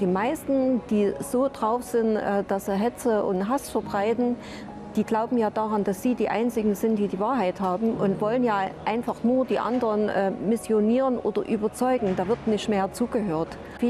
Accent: East Germany, Germany; Wie gesagt, ich komme aus der DDR, da hat Frau sowieso ihren Mann gestanden.

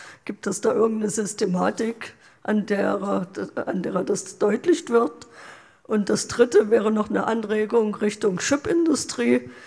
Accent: East Germany, Germany; Aber ich kann mich an Zeiten erinnern, wo es gerade in Westdeutschland, bei uns in Ostdeutschland noch nicht ganz so, einfach für die Unternehmen eine Ehre war, für die Stadt etwas zu tun.

